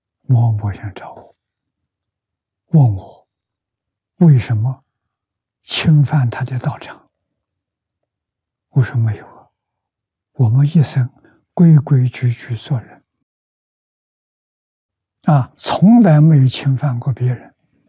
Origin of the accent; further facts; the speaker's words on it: China; 我们中国人